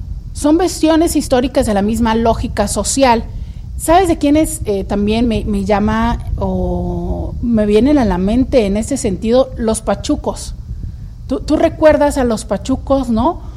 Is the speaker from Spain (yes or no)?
no; Mexico; cómo somos los mexicanos